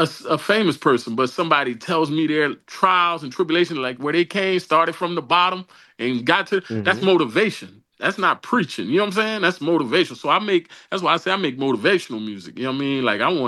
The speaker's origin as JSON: {"language": "English", "town": "New Orleans", "region": "Louisiana", "country": "United States", "said": "I am New Orleans, but I'm also a global citizen, right?"}